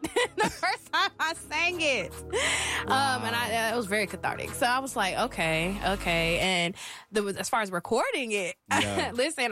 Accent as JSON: {"language": "English", "town": "Tulsa", "region": "Oklahoma", "country": "United States", "tie": "born or raised there", "said": "my hometown, Tulsa, Oklahoma."}